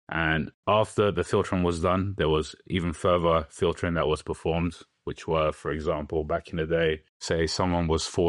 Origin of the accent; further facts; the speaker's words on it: London, United Kingdom; Ethnically, I'm Turkish. I grew up in London.